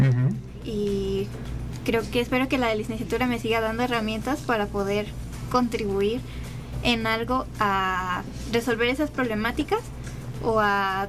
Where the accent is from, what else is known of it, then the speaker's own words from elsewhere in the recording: Aquismón, San Luis Potosí, Mexico; moved away as an adult; now in San Luis Potosí, Mexico; las fiestas locales de mi pueblo, porque yo vengo de la Huasteca, de hecho.